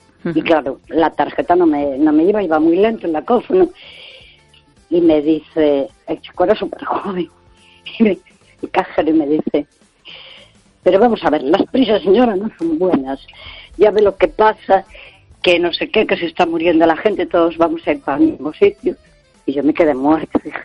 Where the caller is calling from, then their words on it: Santiago, Spain; de Santiago, bien, gracias.